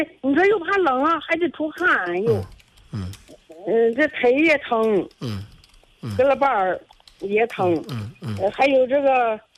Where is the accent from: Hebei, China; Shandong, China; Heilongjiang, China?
Hebei, China; Mancheng; 我是保定。满城。